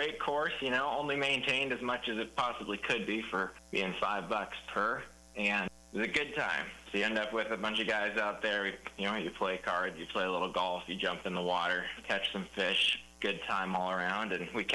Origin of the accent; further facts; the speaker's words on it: Spokane, Washington, United States; I grew up in Spokane, Washington.